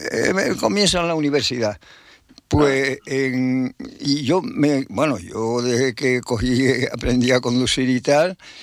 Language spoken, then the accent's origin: Spanish; Guatiza, Canary Islands, Spain; Y yo lo que me apetecía es ir a Guatiza, a mi pueblo natal, y ayudar allí a mi tío Marcial, a mi abuelo, a todos, a desgranar, a trillar.